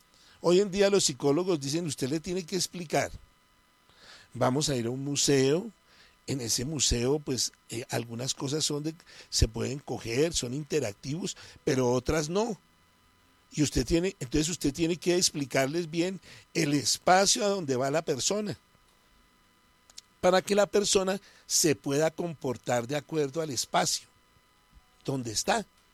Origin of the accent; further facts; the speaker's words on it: Bogotá, Colombia; moved away; como uno es medio cachaco, y aunque me la he pasado siempre, me decían ahora que de dónde, no, yo soy bogotano, pero me la he pasado casi siempre en tierra caliente